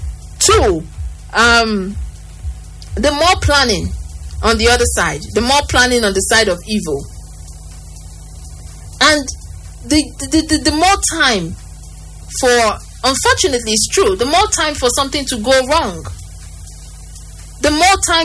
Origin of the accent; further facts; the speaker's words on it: Nigeria; as a Nigerian, as, you know, a Nigerian looking at this situation